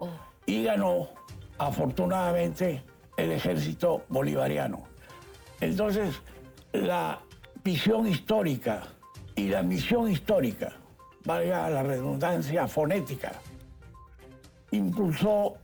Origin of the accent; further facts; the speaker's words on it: Panama; debe enorgullecer a los panameños, incluyéndome a mí